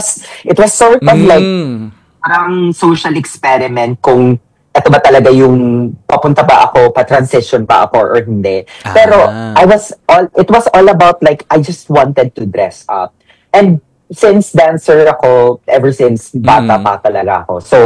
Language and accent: Tagalog; Cebu, Central Visayas, Philippines; I was the very first and for now, the only Cebuana Rue girl.